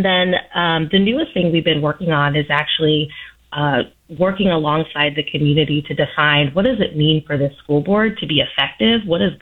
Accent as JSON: {"language": "English", "region": "Indiana", "country": "United States", "tie": "born or raised there", "moved": "yes", "lives_now": "Chicago, United States", "said": "I didn't grow up in Chicago. I'm from Indiana right next door"}